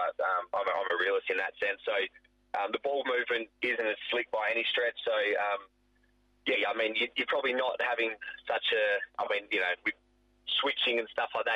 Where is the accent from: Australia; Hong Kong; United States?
Australia; Northampton, Western Australia; We would, as you'd imagine, we were a massive footy family growing up in Northampton.